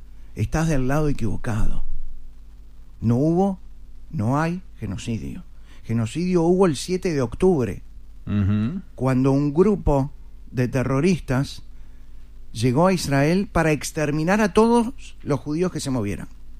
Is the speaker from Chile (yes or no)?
no; Uruguay; Esto es parte de mi orgullo, como uruguayo